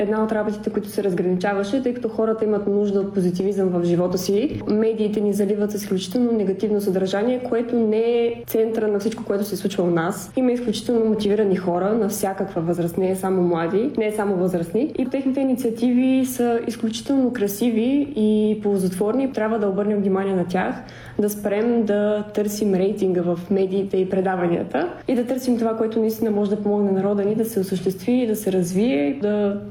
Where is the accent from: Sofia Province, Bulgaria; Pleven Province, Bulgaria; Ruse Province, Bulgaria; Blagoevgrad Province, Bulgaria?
Pleven Province, Bulgaria; Pleven; от Плевен съм.